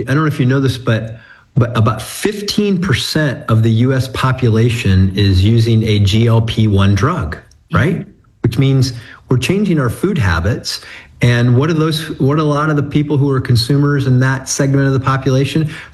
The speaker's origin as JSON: {"language": "English", "country": "United States", "tie": "born or raised there", "said": "growing up in Williams County, the fair used to be very close to where my high school was"}